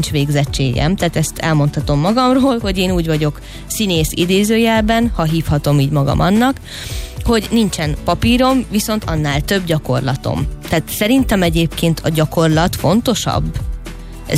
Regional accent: Hungary; born there

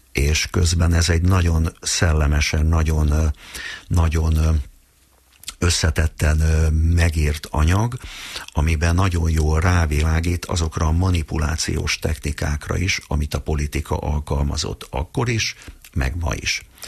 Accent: Budapest, Hungary; És hogy én ugyanott nőttem fel Pesterzsébeten, ahol a Gáborék is laktak.

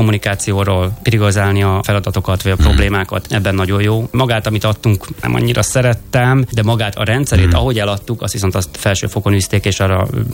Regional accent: Siófok, Somogy, Hungary; moved away as an adult; also born or lived in United States; now in Budapest, Hungary; Én Siófoki balatoni gyerek vagyok, Siófokon születtem, és ott is tanultam, szakácsként végeztem az ottani kereskedelmi és szakmunkás iskolában.

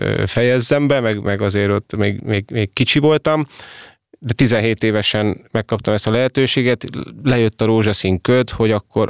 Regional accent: Hungary; hát mindenki kanadai volt. Na és akkor azt éreztem, hogy úristen, megérkeztem magyarként, fogalmuk se volt a csapattársaknak semmi, hogy hol van Magyarország

